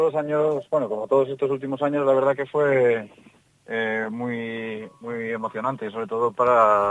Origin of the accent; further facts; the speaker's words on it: Pontevedra, Galicia, Spain; yo soy de Pontevedra.